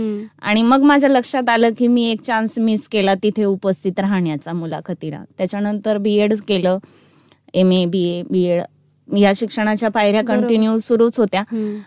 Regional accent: Nashik, Maharashtra, India; माझं बालपण नाशिकमध्येच. वडील माझे 83 साली इथे नाशिकला कामगार म्हणून VIP मध्ये हजर झाले आणि तेव्हापासून वडील इथे स्थायिक झाले. बालपण माझं नाशिकमध्ये.

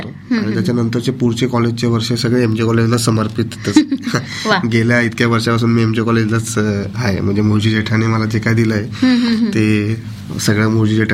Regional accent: Jalgaon, Maharashtra, India; born there; also born or lived in Mumbai; हो, मी जळगावच आहे.

